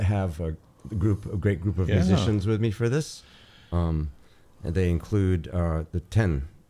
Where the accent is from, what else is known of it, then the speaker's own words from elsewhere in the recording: Maui, Hawaii, United States; moved away; I grew up on Maui, and then I moved away for a long time, and I moved back 5 years ago.